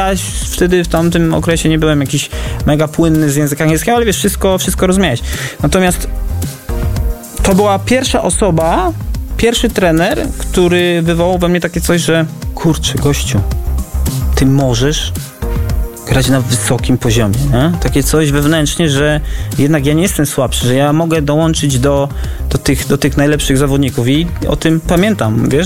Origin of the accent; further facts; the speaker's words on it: Kraków, Lesser Poland, Poland; born there; Ja się urodziłem w Krakowie, grałem w Hutniku Kraków i ja zawsze grałem w drugiej lidze.